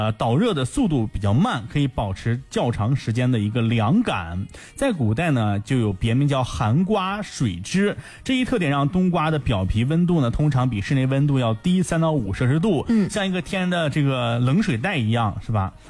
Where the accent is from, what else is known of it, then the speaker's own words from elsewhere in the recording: Shanxi, China; 不过咱们山西人都小气是不是啊